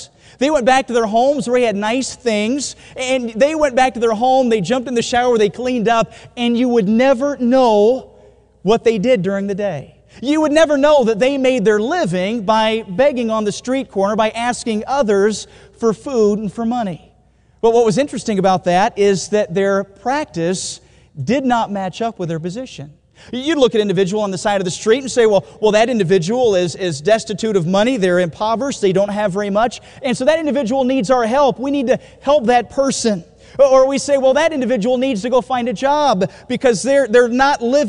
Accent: Utah, United States; I grew up in Utah, and in Utah there was a college right near us, Weber State University.

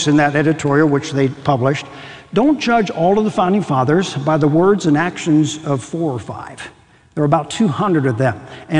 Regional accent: Pennsylvania, United States; a letter from my pastor back in my home state of Pennsylvania

